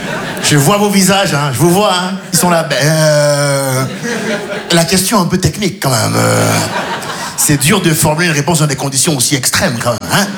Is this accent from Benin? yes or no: yes; Benin